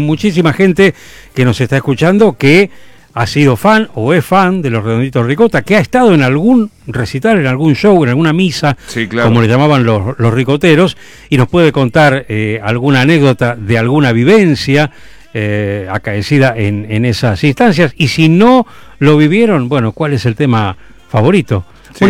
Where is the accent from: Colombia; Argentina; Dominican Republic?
Argentina